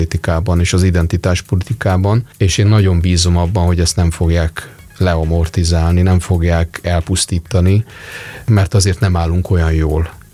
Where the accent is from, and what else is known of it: Budapest, Hungary; moved away